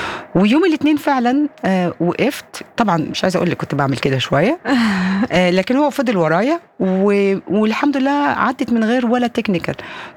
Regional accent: Egypt; وعندنا في مصر كنا يقول لك لو البنزين غلي كل حاجة بتغلى.

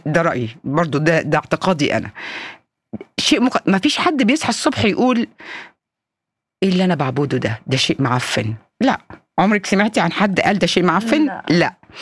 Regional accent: Egypt; now in Switzerland

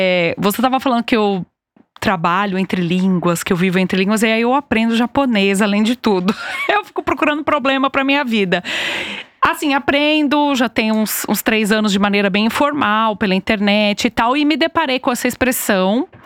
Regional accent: São Paulo, Brazil; mas não sou descendente de japoneses. Mas como eu cresci em São Paulo, eu acho que eu cresci muito cercada dessas pequenas coisas na cultura, né?

